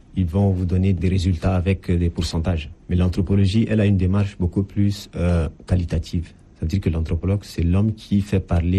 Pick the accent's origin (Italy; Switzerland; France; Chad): Chad; N'Djamena; born there; Parce que quand j'étais là-bas, je me suis rendu compte que comme je suis né en N'Djamena, j'étais coupé de ma racine culturelle, en fait.